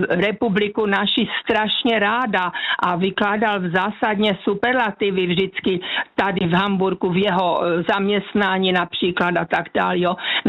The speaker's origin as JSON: {"language": "Czech", "town": "Ostrava", "region": "Moravian-Silesian Region", "country": "Czechia", "tie": "born or raised there"}